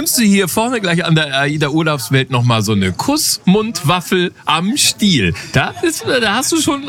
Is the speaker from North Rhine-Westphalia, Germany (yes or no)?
no; Hamburg, Germany; Aber auch ich als Hamburger